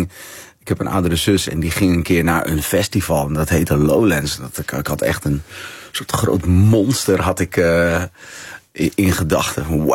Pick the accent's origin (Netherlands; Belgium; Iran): Netherlands; De Rijp, North Holland; born there